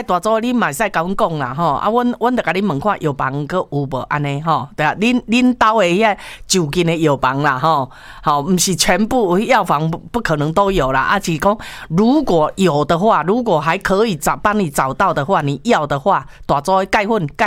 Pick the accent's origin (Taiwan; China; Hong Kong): Taiwan; 我们台湾人出门都会炸凤梨酥呢